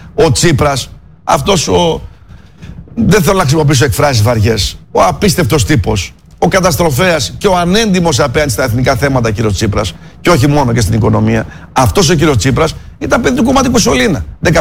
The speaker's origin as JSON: {"language": "Greek", "town": "Thessaloniki", "region": "Central Macedonia", "country": "Greece", "said": "είμαι Θεσσαλονικιός εγώ."}